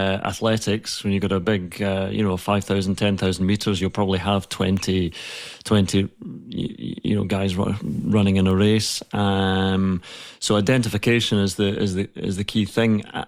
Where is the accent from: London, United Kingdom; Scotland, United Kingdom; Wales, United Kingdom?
Scotland, United Kingdom; I'm from the West Coast